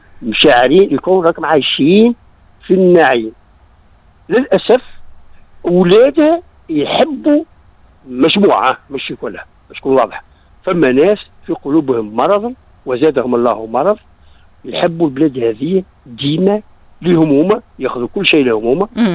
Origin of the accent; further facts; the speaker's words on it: Tunisia; احنا تونسي